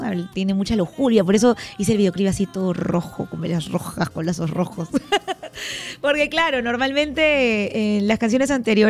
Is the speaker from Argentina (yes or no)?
no; Peru; la mayoría de peruanos nos gusta